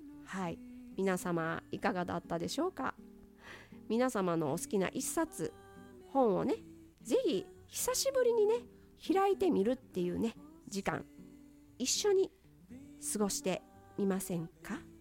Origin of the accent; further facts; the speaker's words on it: Mie, Japan; 私はまああの三重県の出身なんですけれども、